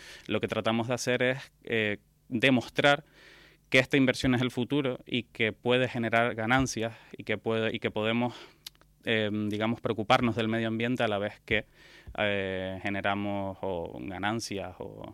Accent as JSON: {"language": "Spanish", "region": "Canary Islands", "country": "Spain", "also_born_or_lived": "Austria", "moved": "as an adult", "said": "yo soy estudiante de la Universidad de La Laguna. Estudié mi tesis doctoral aquí y luego, pues como muchos canarios, tuve que salir fuera. En mi caso salí a Austria."}